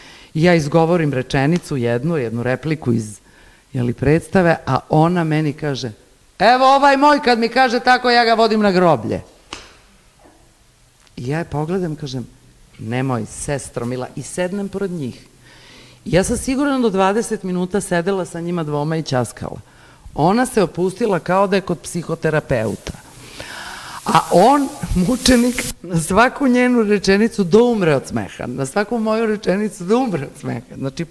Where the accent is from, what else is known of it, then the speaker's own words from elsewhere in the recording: Strumica, Southeastern, North Macedonia; accent: Strumica dialect; first language mk; Serbian is a second language; I onda sam prešla na, Bogu hvala, pa znam, to je moj maternji jezik. I onda sam krenula, znači, to je, ljudi su vrištali od smeha. Jer smo se prebacili skroz, ne na makedonski, nego na strumički dijalekt.